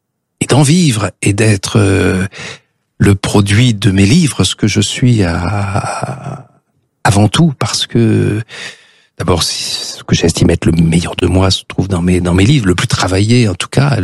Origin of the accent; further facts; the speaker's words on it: Nice, Provence-Alpes-Côte d'Azur, France; au salon du livre de Nice, en fait, c'était là que se donnait le prix, dans ma ville natale